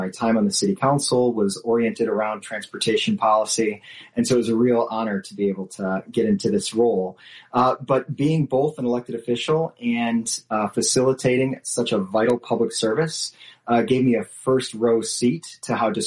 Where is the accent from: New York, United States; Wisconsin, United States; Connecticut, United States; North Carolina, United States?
Wisconsin, United States; Racine; also born or lived in Russia; So I grew up right here in Racine. So I was actually born halfway across the world and adopted at the age of two from a Russian orphanage, and grew up in this all-American town known as Racine, Wisconsin.